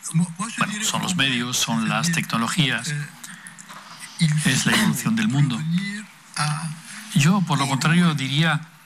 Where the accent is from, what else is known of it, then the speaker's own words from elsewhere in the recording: Lebanon; moved away; Yo, que crecí en el Líbano, sé algo de eso un poco.